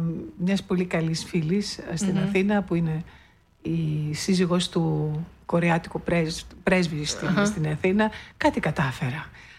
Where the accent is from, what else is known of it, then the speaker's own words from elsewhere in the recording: Germany; Στη Γερμανία, εκεί που γεννήθηκα και μεγάλωσα